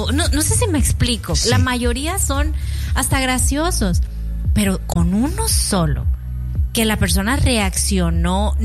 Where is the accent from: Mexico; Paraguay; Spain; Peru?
Mexico; yo te lo digo como mexicana